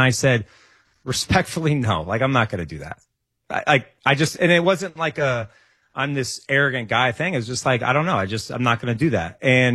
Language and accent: English; Santa Ana, California, United States; I grew up middle class in Santa Ana.